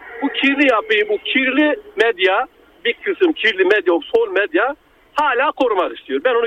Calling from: Istanbul, Turkey; İstanbul'dan arıyorum.

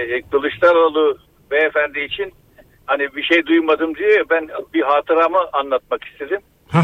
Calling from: İzmir, Turkey; Kaynaklar Köyü'nden. İzmir.

